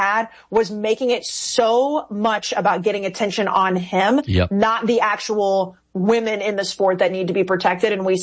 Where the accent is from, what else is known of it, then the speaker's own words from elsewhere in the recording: Texas, United States; But growing up in Texas, it's, you know, if you're a college football family and the way we were, it is, I mean, live and die by A&M football.